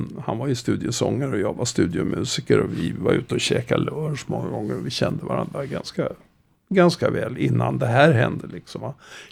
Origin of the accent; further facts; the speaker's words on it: Sweden; moved away; Jag var hemma I Sverige ett par år och sen flyttade jag tillbaka 78 och då 79 fick jag jobbet med